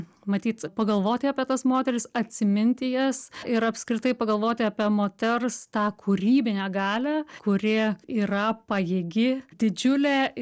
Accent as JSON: {"language": "Lithuanian", "town": "Pasvalys", "region": "Panevėžys County", "country": "Lithuania", "tie": "born or raised there", "also_born_or_lived": "Tetervinai", "said": "Nors aš gimiau taip pačiam Pasvaly, ten tie patys pirmieji meteliai buvo miestelėje pačiame, o tada jau pavyko susigražinti mano senelių statytus namus. Mes išsikrausim jau į Tetervinus."}